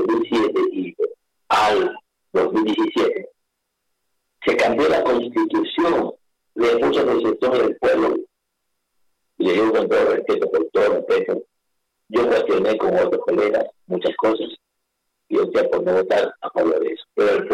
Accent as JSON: {"language": "Spanish", "country": "Ecuador"}